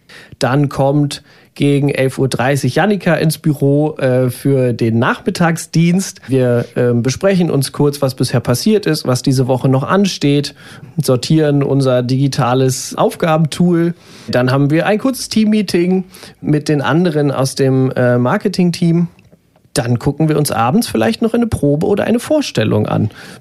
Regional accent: Braunschweig, Lower Saxony, Germany; gerade weil ich auch aus Braunschweig komme und hier schon ein Netzwerk hatte im Vorhinein

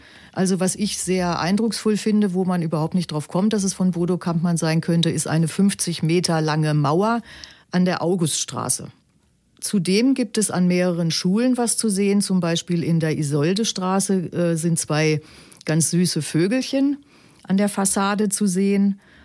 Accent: Rhineland-Palatinate, Germany; moved away as an adult; now in Braunschweig, Germany; Ich kann von mir erzählen, dass ich 1975 nach Braunschweig gekommen bin. Ich komme aus der Pfalz, also komme ganz woanders her.

